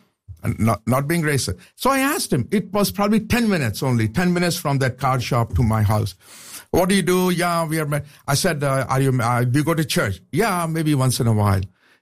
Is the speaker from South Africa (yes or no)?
no; Pakistan; I said, I'm a Christian from Pakistan.